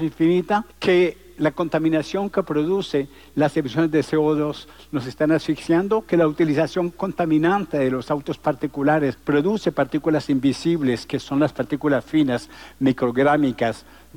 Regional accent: Colombia; moved away as an adult; now in France; yo nací en América Latina. Yo nací en Colombia hace 67 años y viví hasta los 20 años en Colombia. Vivo en Francia desde hace 47

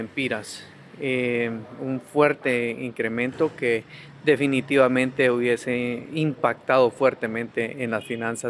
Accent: Honduras; Aspiramos como hondureños que esto definitivamente tenga una estabilización

